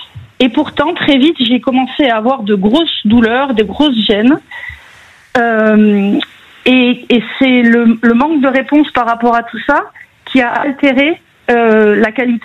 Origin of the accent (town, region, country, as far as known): Nouvelle-Aquitaine, France